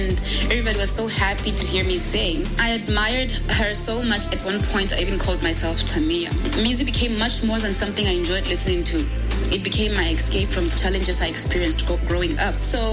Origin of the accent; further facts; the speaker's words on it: Kasane, North-West District, Botswana; also born or lived in Maun; I was actually born in Maun, okay? But since I grew up in Kasani and I've settled here, business, my family, Everything is here.